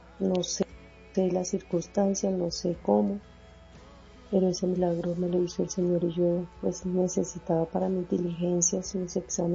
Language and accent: Spanish; Coveñas, Sucre, Colombia; Buenos días, amigos del devocional. Vengo de Cubeñas. Estoy aquí en Bogotá por cuenta de unas citas médicas